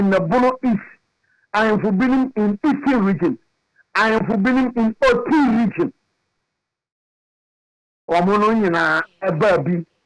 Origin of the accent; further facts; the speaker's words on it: Jamaica; back home in Jamaica, especially. Now I say uko Jamaica so I'm from the Marons.